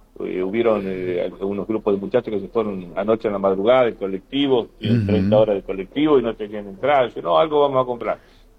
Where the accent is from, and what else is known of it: Argentina